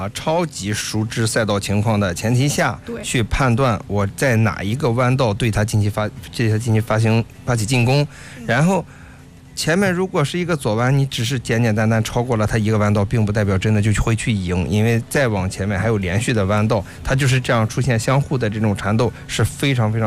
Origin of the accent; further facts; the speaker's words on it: Shandong, China; 你们山东帮又合体了。